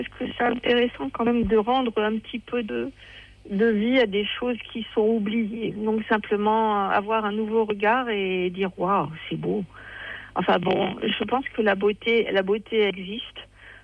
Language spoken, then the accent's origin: French; Seclin, Hauts-de-France, France; born there; c'était là où je suis née à Seclin.